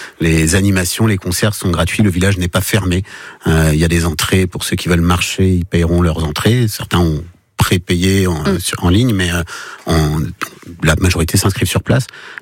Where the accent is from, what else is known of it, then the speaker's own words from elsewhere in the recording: Brittany, France; je suis moi-même bretonnant de l'enfance